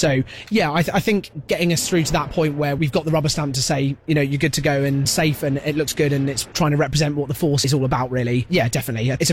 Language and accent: English; London, United Kingdom; I grew up in South London, and I used to attend Biggin Hill Air Show with my parents every year when I was really young